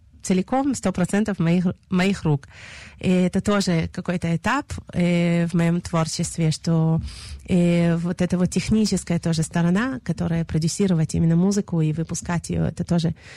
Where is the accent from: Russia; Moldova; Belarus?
Moldova; Chisinau; moved away; я из Кишинева, там мне очень близка цыганская музыка